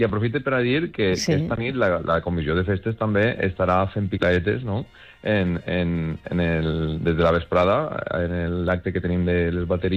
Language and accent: Catalan; Gata de Gorgos, Valencian Community, Spain; I de fet, bueno, molts músics som de Gata, però també tenim músics de Teulà